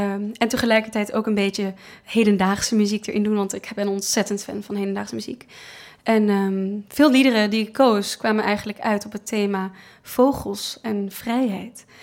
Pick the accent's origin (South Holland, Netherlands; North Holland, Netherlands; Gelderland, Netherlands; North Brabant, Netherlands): North Holland, Netherlands; Amsterdam; Ik ben een echte Amsterdamse, dus ik ben opgegroeid met het Grachtenfestival.